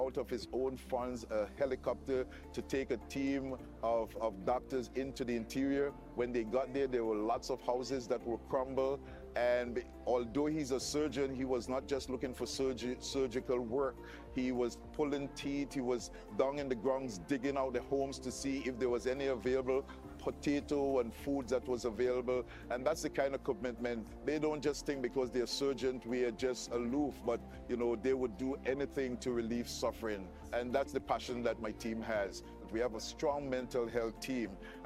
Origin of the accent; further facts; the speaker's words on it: Tobago, Trinidad & Tobago; born there; I was born in Tobago, and really I was passionate about becoming a medical missionary.